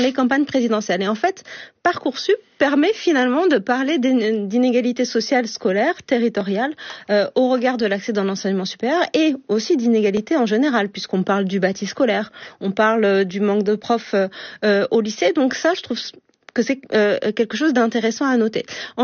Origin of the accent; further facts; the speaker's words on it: Saint-Quentin-en-Yvelines, Île-de-France, France; born there; moi je viens de Saint-Quentin-en-Yvelines